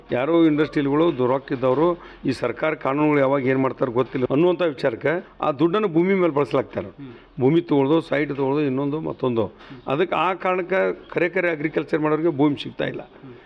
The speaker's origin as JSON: {"language": "Kannada", "region": "Karnataka", "country": "India", "said": "ಅದು ನಮ್ಮದು ಟಕ್ಕಳಿಕೆ ಅಂತೇಳಿ ಒಂದು ಅಲ್ಲಿ ಊರಿದೆ, ಅಲ್ಲಿ ಅದು ನಮ್ಮ ಊರನ್ನು"}